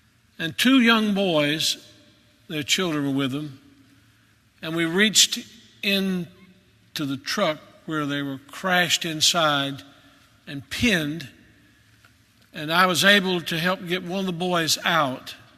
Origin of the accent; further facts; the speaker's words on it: Maryville, Tennessee, United States; Maryville, Tennessee, my hometown.